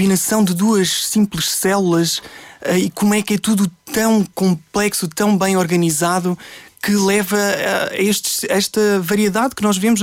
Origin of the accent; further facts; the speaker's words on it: Carrazedo de Montenegro, Norte, Portugal; now in Lisbon, Portugal; Portanto, eu sou de Carrasel de Montenegro, que é, aliás, é uma vila que pertence à freguesia de Carrasel de Montenegro, concelho de Valpaços.